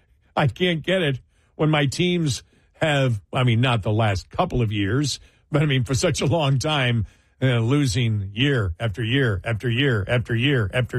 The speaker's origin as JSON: {"language": "English", "town": "Buffalo", "region": "New York", "country": "United States", "tie": "born or raised there"}